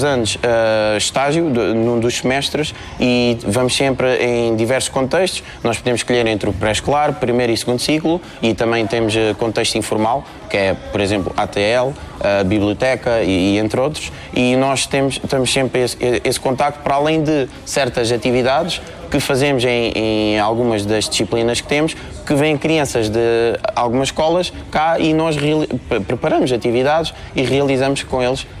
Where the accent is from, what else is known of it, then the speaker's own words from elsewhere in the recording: Olhão, Algarve, Portugal; tenho 21 anos, sou de Olhão